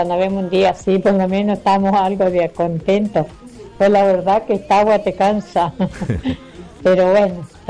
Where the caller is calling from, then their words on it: Junín de los Andes, Neuquén, Argentina; mi pueblo Junín de los Andes